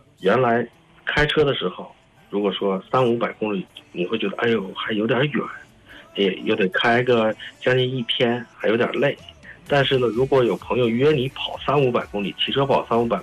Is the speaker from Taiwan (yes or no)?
no; Inner Mongolia, China; now in Xiamen, China; 因为我在厦门上班，我家是内蒙古的